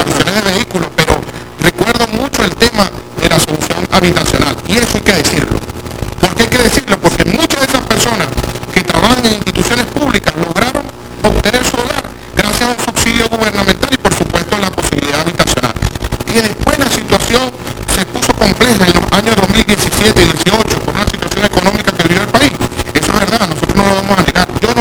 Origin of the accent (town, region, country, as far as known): Venezuela